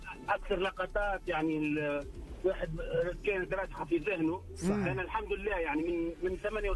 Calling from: Tunisia; وقتها كنت صغير عمري 5 سنوات وأنا تونسي

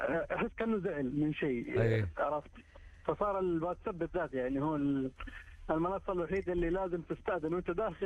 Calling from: Jeddah, Makkah Province, Saudi Arabia

